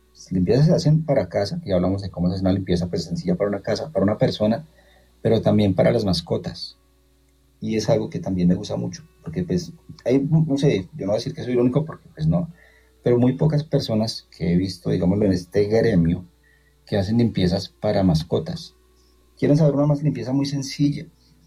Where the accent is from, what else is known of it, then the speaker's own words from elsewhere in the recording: Colombia; somos, no sé, colombianos, latinos